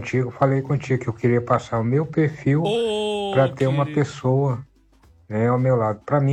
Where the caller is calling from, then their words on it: São Mateus, Espírito Santo, Brazil; Sou da cidade de São Mateus, estado do Espírito Santo.